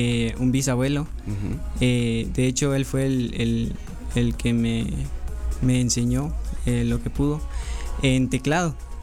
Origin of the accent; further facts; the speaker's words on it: Cobán, Alta Verapaz, Guatemala; Yo soy de aquí de Cobán, Alta Verapaz.